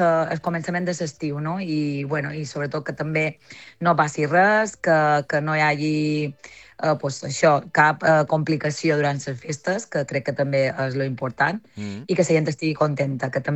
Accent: Andratx, Balearic Islands, Spain

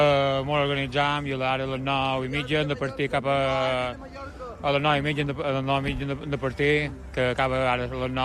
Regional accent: Ses Salines, Balearic Islands, Spain

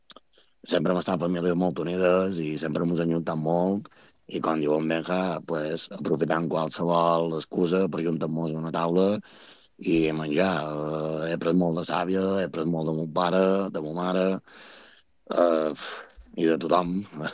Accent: Ciutadella, Balearic Islands, Spain; nosaltres som de Menorca, Ciutadella, poble petit, entre cometes, tots mos coneixem.

